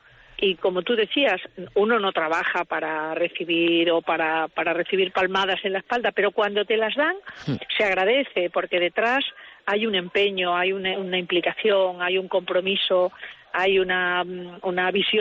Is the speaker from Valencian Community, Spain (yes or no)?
no; Extremadura, Spain; Y como extremeña y responsable de la institución, pues agradezco a todas las personas que lo han hecho posible.